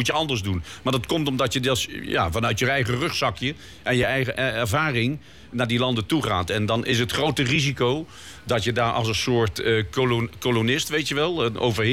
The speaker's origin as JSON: {"language": "Dutch", "region": "Limburg", "country": "Netherlands", "tie": "born or raised there", "said": "had ik altijd het gevoel alsof ik terug was in mijn jeugd in Limburg. Want daar ging de deur niet op slot. En de buren stonden voor elkaar klaar."}